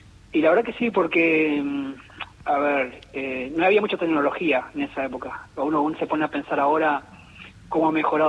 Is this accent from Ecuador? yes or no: no; Entre Ríos, Argentina; Villa Clara, el 20 de julio, 9 de julio, Villaguay, que está cerca de mi pueblo.